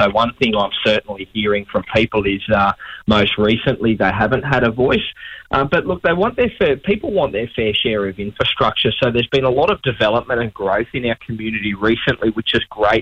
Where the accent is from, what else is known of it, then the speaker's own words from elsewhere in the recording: Queensland, Australia; I grew up in Division 1 at Tumulla Beach out there. I finished primary school off at Rolling Stone State School and then graduated high school at St. Anthony's Catholic College at Deeringham before I went off to university to study to become a teacher.